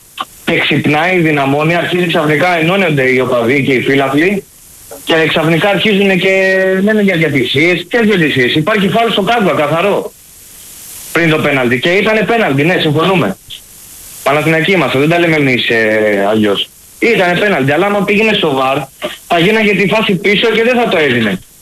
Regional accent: Greece; now in Crete, Greece; είμαι από τις Διουχές. Έχουμε ξαναμιλήσει, που μένω Κρήτη μόνιμα.

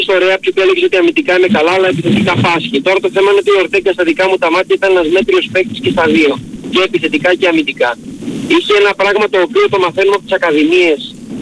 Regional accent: Patras, Western Greece, Greece; από Πάτρα.

